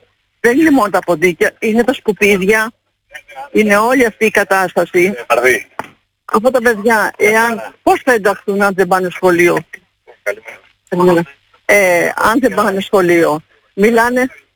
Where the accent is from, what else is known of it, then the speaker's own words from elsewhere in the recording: Patras, Western Greece, Greece; Είμαι από την Πάτρα